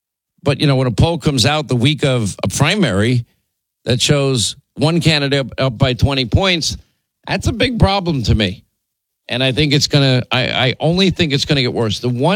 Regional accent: Ireland; Well, I guess I'm still allowed to make fun of Irish, right? Because I'm Irish.

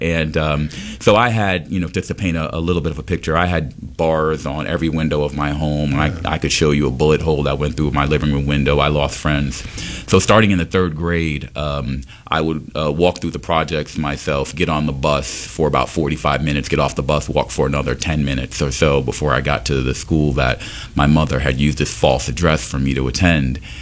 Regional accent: New York City, New York, United States; I grew up actually in South Jamaica, Queens, New York, and I grew up there.

